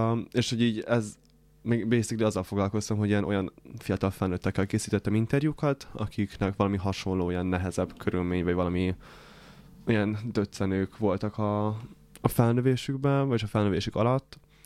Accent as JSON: {"language": "Hungarian", "country": "Romania", "moved": "yes", "lives_now": "Hungary", "said": "otthon Romániában"}